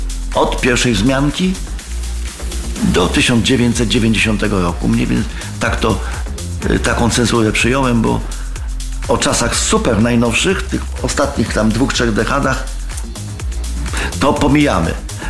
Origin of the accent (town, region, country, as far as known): Inowrocław, Kuyavian-Pomeranian Voivodeship, Poland